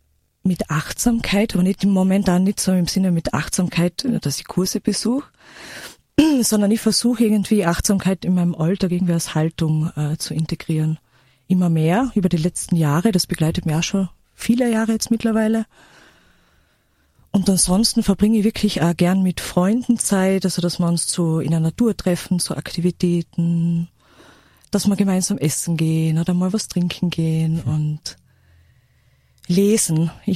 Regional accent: Villach, Carinthia, Austria; Ich bin in Villach Stadt geboren und habe dann letztlich in Villach Land, also in Kärnten, dann meine Kindheit und Schulzeit verbracht.

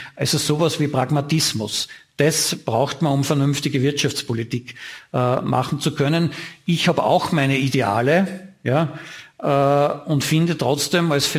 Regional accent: Laakirchen, Upper Austria, Austria; also wo ich herkomme, Lackirchen, Steirermühl. Wir haben 3 Papierfabriken oder 2 zumindest dort

